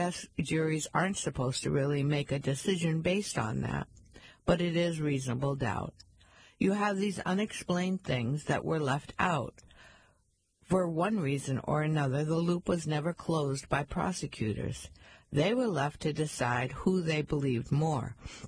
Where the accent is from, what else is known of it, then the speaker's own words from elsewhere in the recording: Brockton, Massachusetts, United States; also born or lived in South Shore / Boston; growing up around this area, being born and raised in Brockton and living on the South Shore and in Boston